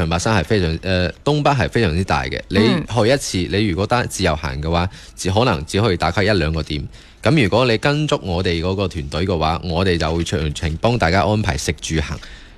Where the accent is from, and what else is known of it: Guangdong, China